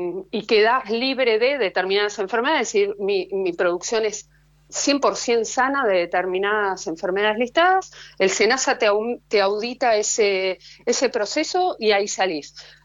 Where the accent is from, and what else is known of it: Argentina